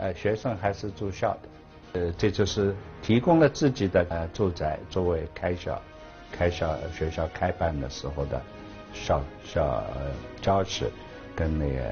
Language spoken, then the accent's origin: Chinese; Shanghai, China; 我的老家，当时叫白客路三家园，现在就是上海的凤阳路。那个地区呢有我们有两个大的宅子